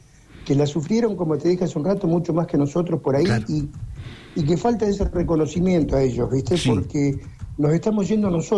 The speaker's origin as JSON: {"language": "Spanish", "town": "Trelew", "region": "Chubut", "country": "Argentina", "tie": "born there", "said": "Nacimos ahí en Trelew el 30 de octubre de 1963, hijo de José y Adela"}